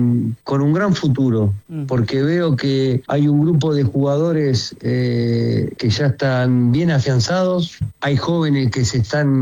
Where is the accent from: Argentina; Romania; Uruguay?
Argentina